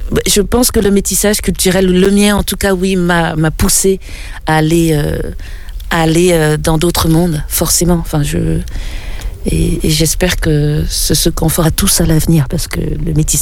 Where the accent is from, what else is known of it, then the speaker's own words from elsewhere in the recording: Cameroon; first language French; ma langue maternelle c'est le français, parce qu'au Cameroun on parle, le Cameroun est un pays bilingue, anglais-français, plus les dialectes.